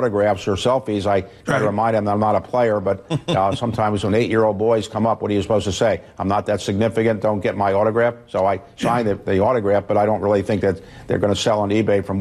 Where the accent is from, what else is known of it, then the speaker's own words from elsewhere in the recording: Baltimore, Maryland, United States; I would give my own story about why I became an owner of the Baltimore Orioles, my hometown baseball team.